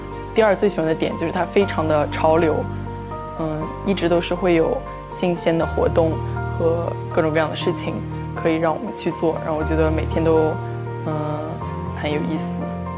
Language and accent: Chinese; Shanghai, China; born there; also born or lived in United States; 我对上海绝对有着非常深厚的感情，因为确实我从小在这里生活长大，然后我对所有人都是说我是来自上海的，然后我非常以这个城市为荣。